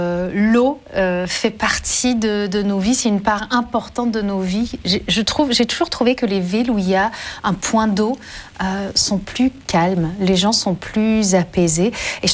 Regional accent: New Brunswick, Canada; Je suis née au Canada, mais pas au Québec, contrairement à ce que beaucoup croient. Je suis du Nouveau-Brunswick. C'est ce qu'on appelle l'Acadie

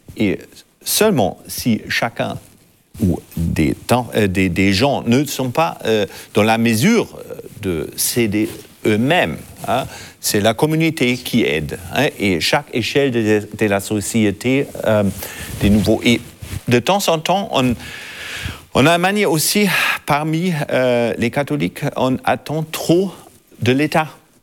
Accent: Germany; French is a second language; De temps en temps, chez nous, en Allemagne, on a encore un petit peu peur d'être regardé comme missionnaire.

